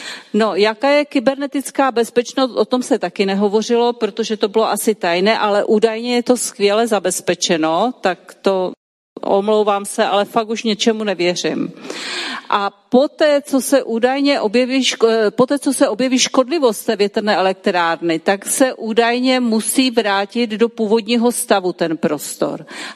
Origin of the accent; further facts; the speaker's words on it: Ostrava, Moravian-Silesian Region, Czechia; moved away; já jsem původem z Ostravy, tam byla opravdu měsíční krajina po těch uhelných dolech